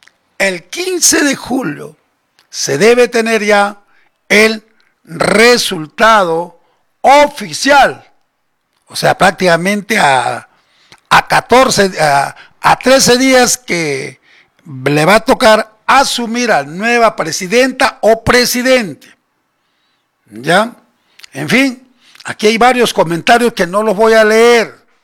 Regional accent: Peru; Yo soy un peruano, un compatriota

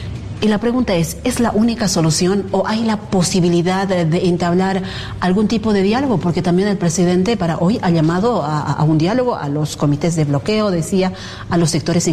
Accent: Salta, Argentina; Somos salteños.

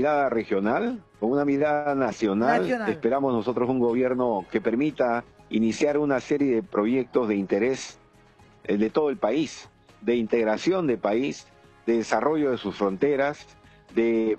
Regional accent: Loreto, Peru; nosotros queremos como loretanos y como peruanos

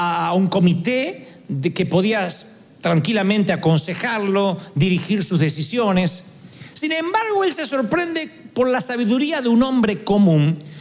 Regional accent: Argentina; soy argentino

